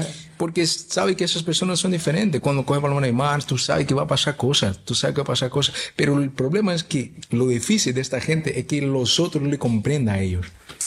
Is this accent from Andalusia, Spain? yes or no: yes; Seville, Andalusia, Spain; moved away; also born or lived in Barcelona; Yo pensaba cuando yo vine de Sevilla que yo iba a hacer más cosas en Barcelona y yo hacía menos cosas en Barcelona.